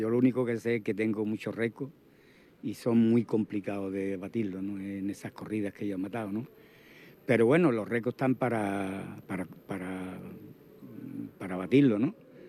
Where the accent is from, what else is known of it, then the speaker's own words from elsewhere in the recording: San Fernando, Andalusia, Spain; Mi familia está aquí en San Fernando y bueno, yo me siento feliz, me siento orgulloso de ser cañailla, así me ponían en muchísimas crónicas